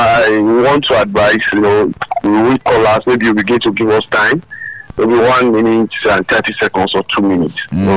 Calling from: Nigeria; we Nigerians

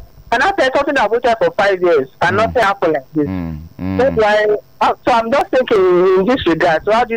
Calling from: Lagos, Nigeria; I'm calling from Lagos. Alimosha, Lagos.

